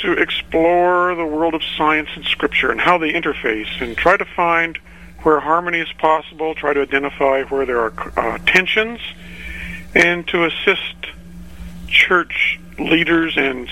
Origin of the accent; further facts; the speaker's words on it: California, United States; So when you ask, where did you grow up? Well, mainly in California somewhere, uh-huh. but not necessarily in any one place.